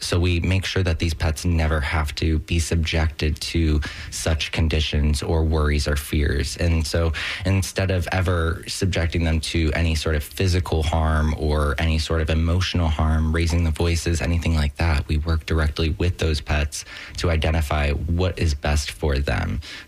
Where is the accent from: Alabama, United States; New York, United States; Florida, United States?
Florida, United States; St. Petersburg; now in Lutz, United States; I was raised in St. Pete, you know, and I moved back home about 2021, and I just couldn't afford to move back to St. Pete at that time. So I was fortunate enough, though, to obviously stay within the Tampa Bay area, and I've been very, very much enjoying where we are at in Lutz.